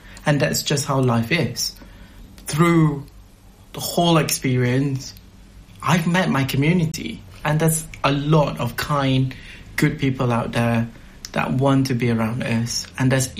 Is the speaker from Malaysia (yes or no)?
yes; Malaysia; English is a second language; now in London, United Kingdom; I don't have to choose between being British or being a Malaysian. I can live for who I am now. Like how I live my early lives with my grandmother.